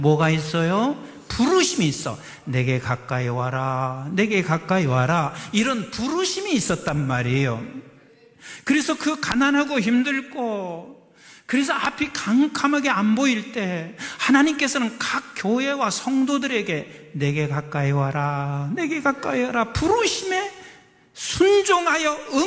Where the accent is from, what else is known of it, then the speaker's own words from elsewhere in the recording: South Korea; born there; 독일에서 태어나든지 영국에서 태어났으면 이거 왜 이 독일어 영어할 고생할 필요도 없는데 내가 왜 한국에서 태어났나? 그게 1980년대요.